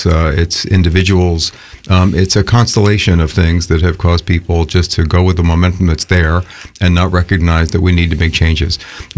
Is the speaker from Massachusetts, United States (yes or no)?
yes; Cape Cod, Massachusetts, United States; moved away; I grew up on Cape Cod. I grew up fishing. I grew up recreating in the water, both the lakes and ponds, as well as the estuaries